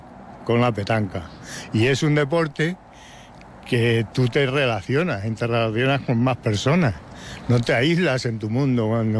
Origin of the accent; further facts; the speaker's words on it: El Arenal, Castile and León, Spain; En los años 50, me emociono. Mi pueblo emigró a Francia.